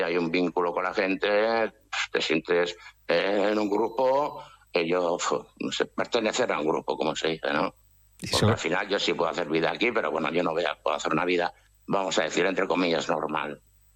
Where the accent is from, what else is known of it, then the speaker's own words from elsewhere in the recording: Oiartzun, Basque Country, Spain; yo no estoy en el barrio, no estoy en el pueblo, yo soy de Oyarzún.